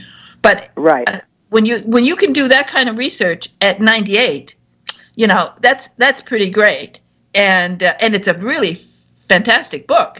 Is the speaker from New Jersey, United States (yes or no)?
no; Michigan, United States; I'm from Northern Michigan